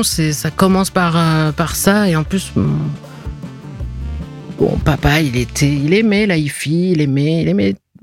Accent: Algeria; c'était les classiques libanais, égyptiens, et le rail, évidemment, puisque on est algérien.

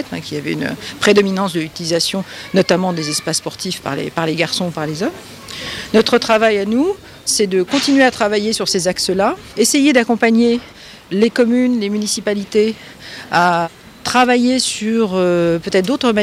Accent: Paris, Île-de-France, France; je suis parisienne

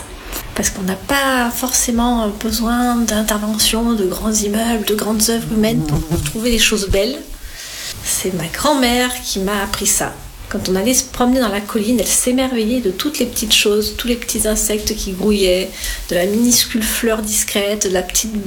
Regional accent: Provence-Alpes-Côte d'Azur, France; accent: Var accent (centre-Var); C'est l'accent du Var. Moins rude que le Marseillais et moins chantant que le Niçois quand même. C'est le centre-var.

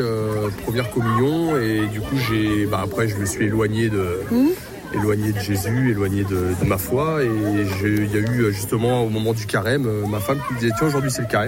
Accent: Courbevoie, Île-de-France, France

